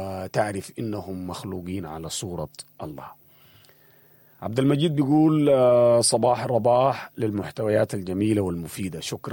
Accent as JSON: {"language": "Arabic", "country": "Sudan", "said": "نحن كسودانيين نقدر نحول المنافسه من وهم صراع ضد الآخر لحب وجمال وإبداع"}